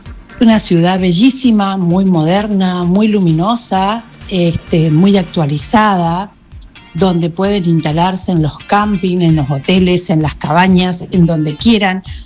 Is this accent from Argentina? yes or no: yes; San Rafael, Mendoza, Argentina; born there; moved away; San Rafael, que es el lugar donde yo nací.